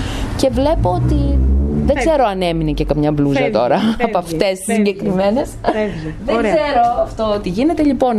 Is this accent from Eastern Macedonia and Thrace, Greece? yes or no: yes; Kavala, Eastern Macedonia and Thrace, Greece; now in Kallirachi, Greece; Εγώ την έζησα την Καβάλα σαν μαθήτρια, γιατί εκεί μεγάλωσα, εκεί πήγαινα σχολείο.